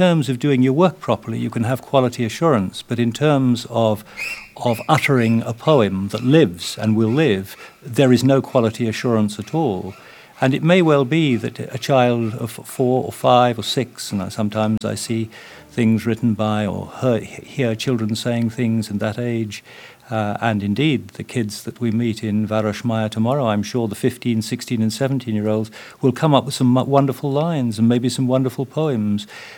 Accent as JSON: {"language": "English", "region": "England", "country": "United Kingdom", "said": "Barry and I, two English boys"}